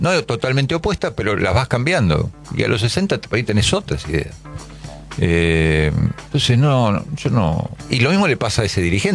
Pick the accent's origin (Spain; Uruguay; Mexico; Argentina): Argentina; Villa Urquiza, Buenos Aires